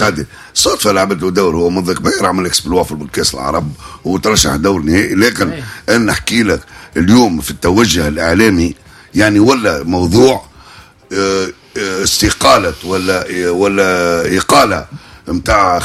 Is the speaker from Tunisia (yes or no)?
yes; Tunisia; احنا شعب تونسي ما نعتذروش